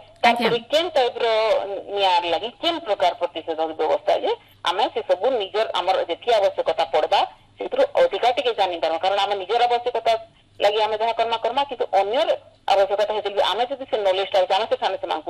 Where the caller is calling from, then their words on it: Bargarh, Odisha, India; ହଁ, ଆମେ ବରଗଡ଼ରୁ କହୁଛେ